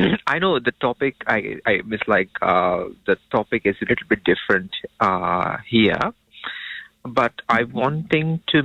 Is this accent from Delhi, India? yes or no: yes; Delhi, India; now in New Zealand; I come from Delhi and everywhere there